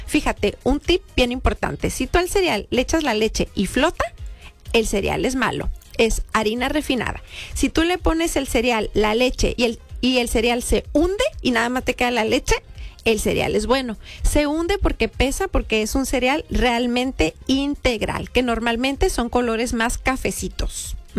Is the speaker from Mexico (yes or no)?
yes; northern Mexico, Mexico; yo como buena norteña, esas tortillas de harina, ¿verdad?